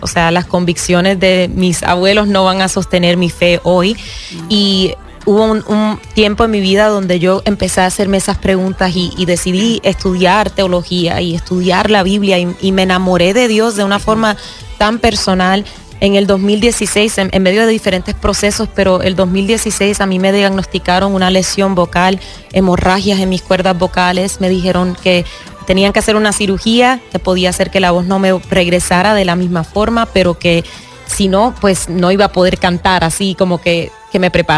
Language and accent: Spanish; Puerto Rico; also born or lived in Miami; now in Los Angeles, United States; porque yo crecí en Puerto Rico, exacto.